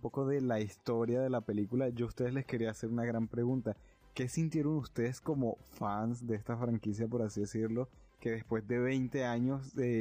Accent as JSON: {"language": "Spanish", "town": "Santa Marta", "region": "Magdalena", "country": "Colombia", "moved": "yes", "lives_now": "Cúcuta, Colombia", "said": "extraño un poquito mi tierra Samaria"}